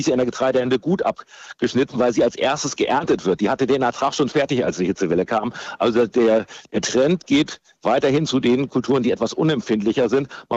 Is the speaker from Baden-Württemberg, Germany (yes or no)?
no; Lower Saxony, Germany; Also ich komme aus Ostniedersachsen, wir haben da Berechnung seit 75 Jahren in der Fläche.